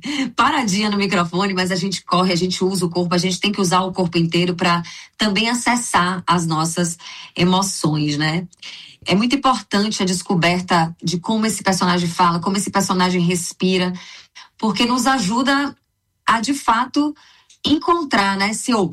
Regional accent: Bahia, Brazil; Eu sou baiana, né? Como você sabe, sou teropolitana e eu faço essa voz mais puxada para o pernambucano.

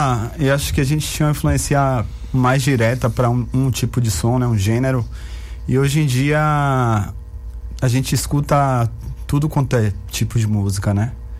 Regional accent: Bahia, Brazil; a gente é da Bahia

